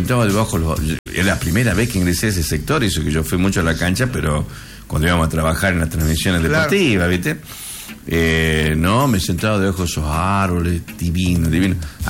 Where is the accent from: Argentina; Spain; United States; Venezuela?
Argentina; Campo Santo, Salta; Nosotros que éramos una cosa chiquitita en mi pueblo, en mi club, en Camposanto